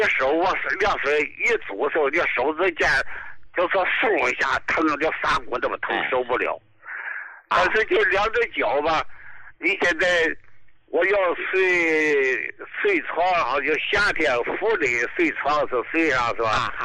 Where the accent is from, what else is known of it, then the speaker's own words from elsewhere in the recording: Dalian, Liaoning, China; 好，我是大连的，那怎么能给我用来还是怎么弄？